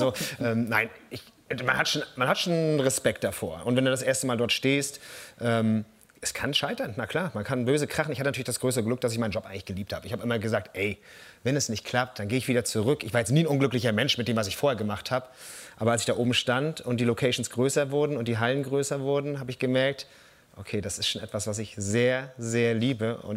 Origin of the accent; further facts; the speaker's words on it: Mecklenburg-Vorpommern, Germany; Norddeutsche gilt ja schon eher als ein bisschen grummelig und zurückhaltend und unter den Norddeutschen sind wir Mecklenburger schon nochmal die Ultras.